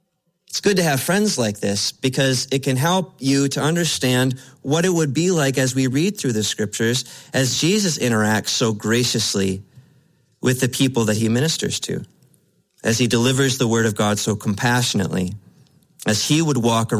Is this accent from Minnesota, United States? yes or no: yes; West St. Paul, Minnesota, United States; I grew up in the West St. Paul, Mendota Heights area.